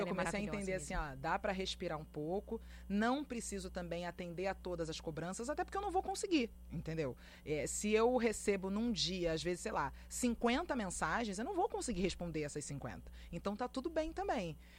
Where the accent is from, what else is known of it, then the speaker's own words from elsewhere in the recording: Rio de Janeiro, Brazil; Eu sou carioca, moro no Rio de Janeiro, mas vou a Salvador com frequência.